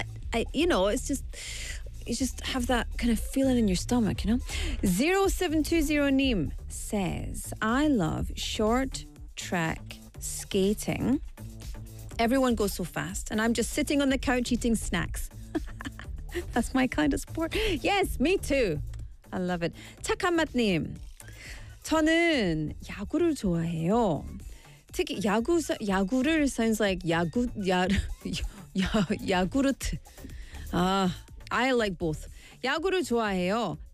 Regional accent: Scotland, United Kingdom; I'm Scottish. It's going to be golf or curling or football by default. Those are the sports. I'm not allowed to do anything else.

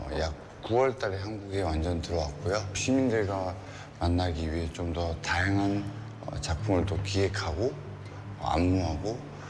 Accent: Busan, South Korea; 저는 부산이 제 고향이기도 하고

